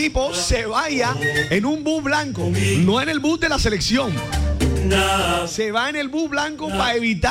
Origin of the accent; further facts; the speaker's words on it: Colombia; Goles que celebramos como colombianos